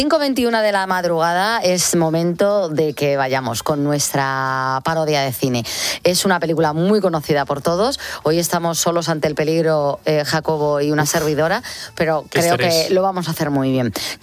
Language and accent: Spanish; Madrid, Community of Madrid, Spain; Porque yo soy de Madrid, soy un poco de secano